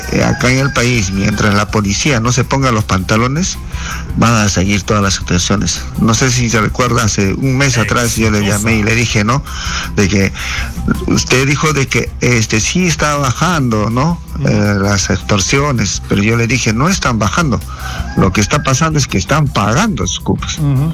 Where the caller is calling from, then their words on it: Lima, Peru; de San Juan del Urigancho.